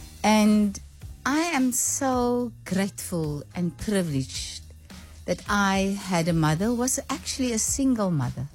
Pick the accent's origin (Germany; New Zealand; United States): New Zealand; Wellington; born there; And when I was born in Wellington, 21, Versailles